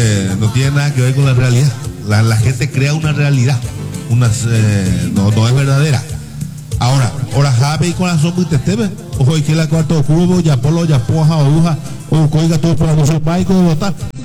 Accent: Paraguay; como paraguayo a mí me indigna.

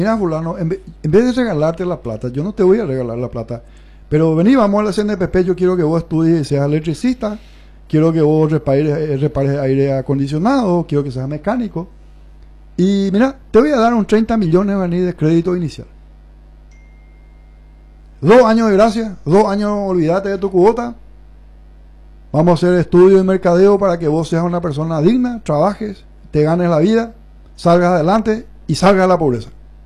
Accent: Paraguay; tenemos que hablar como paraguayos.

